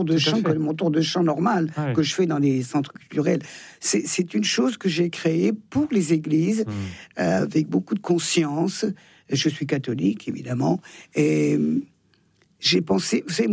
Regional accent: Auvergne-Rhône-Alpes, France; habitudes savoyardes. Je suis plus savoyarde que française, d'ailleurs.

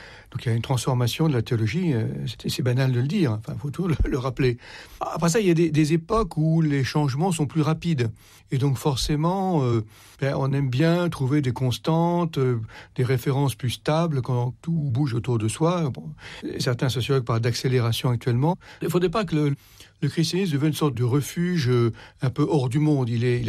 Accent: France

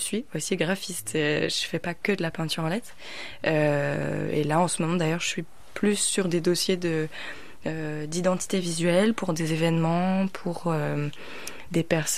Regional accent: Brittany, France; j'ai grandi à Poule-Rosier

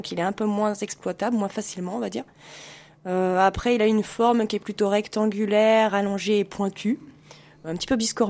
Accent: Blois, Centre-Val de Loire, France; Je suis native de Blois. J'habite à Blois, je suis revenue vivre à Blois il y a un an et demi

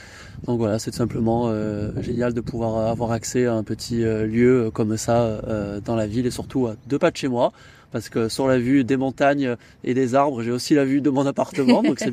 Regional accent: Occitanie, France; moved away as an adult; now in Montpellier, France; Je viens de Montpellier. Alors, je viens du Gard, mais j'ai beaucoup vécu sur Montpellier de par mes études et mon travail que j'occupe maintenant

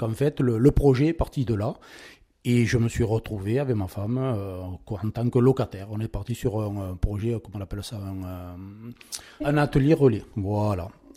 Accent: Lézignan-Corbières, Occitanie, France; moved away as an adult; now in Chalabre, France; Non, je suis natif de Lézignan-Corbière.

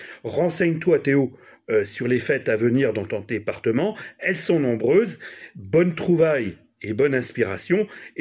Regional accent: France; chez nous en France.

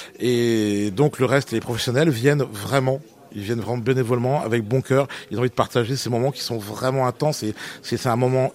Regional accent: Chezal-Benoît, Centre-Val de Loire, France; moi, je viens du Cher et je viens d'un village qui s'appelle Chozal-Benoît.

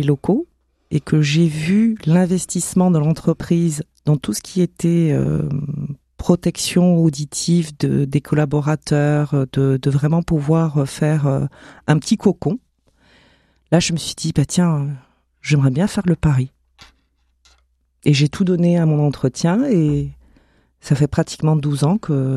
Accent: Djibouti; moved away as an adult; also born or lived in Somalia; now in France; Alors, moi, je suis née en Somalie. Je suis arrivée en France à l'âge de 18 ans. Auparavant, à Djibouti, j'étais à l'école de la nativité

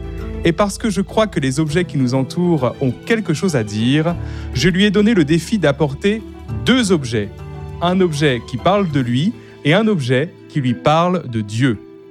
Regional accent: Réunion; Moi, ça me touche particulièrement parce que moi, je suis réunionnais

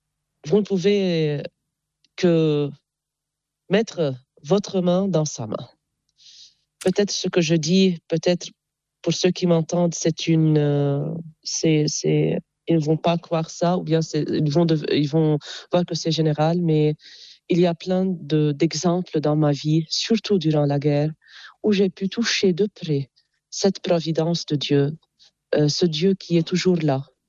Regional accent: Jounieh, Keserwan-Jbeil, Lebanon; born or raised there

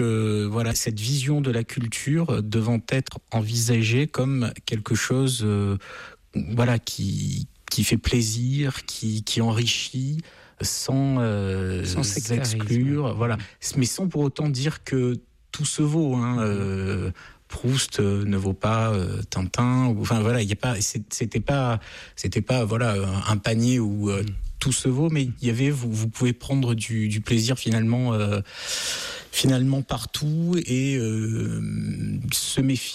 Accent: France; Je suis français, je vis en France.

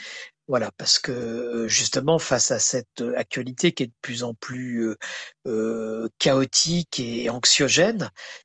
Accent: Nouvelle-Aquitaine, France; moi, je suis originaire de la Creuse

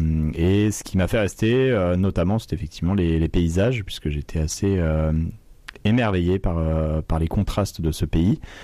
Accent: Chamonix, Auvergne-Rhône-Alpes, France; Je suis né à Chamonix et j'ai grandi dans les Alpes, donc je sais aussi ce que ça procure.

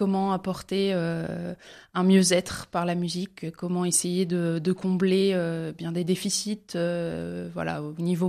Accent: Grand Est, France; je suis originaire de Moselle, de Quédange-sur-Canère, plus exactement. Je viens d'une famille qui est croyante, pratiquante.

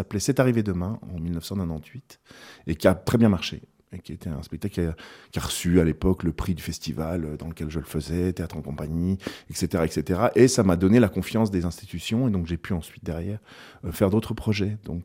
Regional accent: Switzerland; j'ai travaillé 2 ans en Suisse, parce que je suis suisse, donc du coup, j'ai la possibilité de travailler là-bas.

